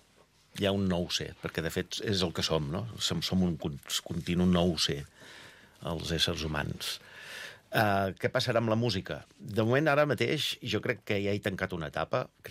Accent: Badalona, Catalonia, Spain; also born or lived in Barcelona; Em vaig criar a Badalona, en el centre de Bad

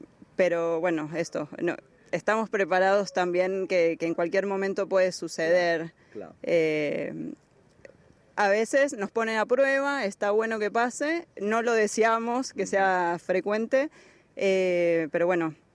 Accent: Argentina; moved away; Bueno, yo vengo de Argentina con una formación de un año y la experiencia también.

